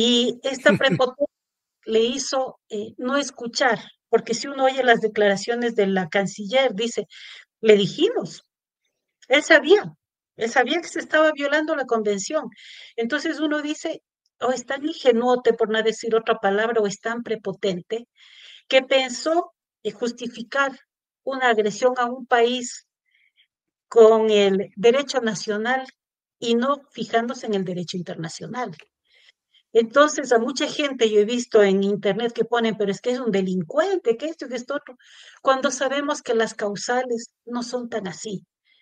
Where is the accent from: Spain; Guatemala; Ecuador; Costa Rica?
Ecuador; Quito, Pichincha; soy de Quito, Ecuador